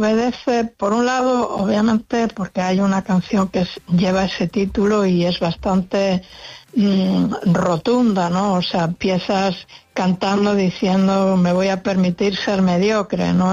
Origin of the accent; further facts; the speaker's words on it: Asturias, Spain; also born or lived in Galicia; yo soy gallega de nacimiento y toda mi, aún viviendo en Asturias, hasta los 16 años, todas mis vacaciones han sido en Coruña.